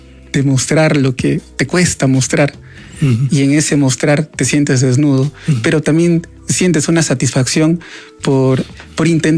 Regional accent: Iquitos, Loreto, Peru; moved away as an adult; now in Lima, Peru; Yo soy de Iquitos, como bien usted sabe. Vine a Lima como migrante a buscar una vida nueva.

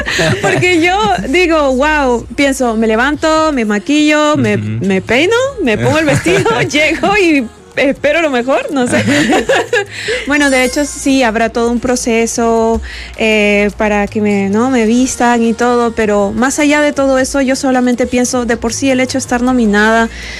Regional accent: Peru; somos tantos artistas peruanos

